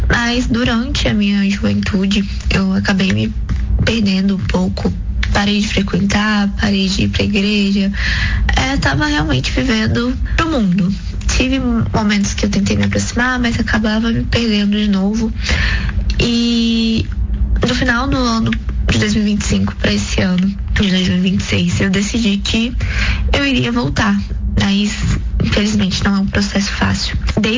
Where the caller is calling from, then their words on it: Guarapari, Espírito Santo, Brazil; sou de Guarapari, Espírito Santo, e essa é a minha história com Maria. Eu cresci na Igreja Católica, sempre frequentei a Igreja Católica com minha família